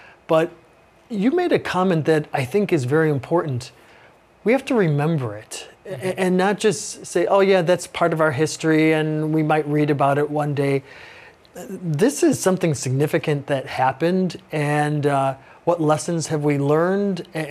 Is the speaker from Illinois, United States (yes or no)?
yes; Chicago, Illinois, United States; I'm from Chicago